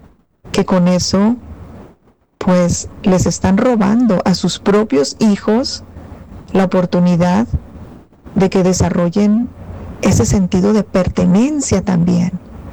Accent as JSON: {"language": "Spanish", "country": "Mexico", "said": "ni de loco, atento contra mi vida, si yo soy mexicano, si yo soy, y además este domingo juega mi selección."}